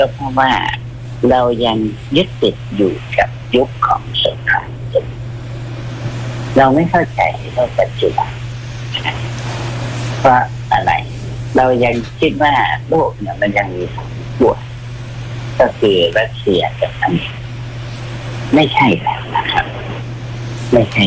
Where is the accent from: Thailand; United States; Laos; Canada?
Laos; Vientiane Province; ที่ลาวแต่บ้านเกิดเนี่ยห่างจากนครเวียงจันทร์50กิโลแต่อยู่อีกแขวงหนึ่งเขาเรียกว่าแขวงเวียงจันทร์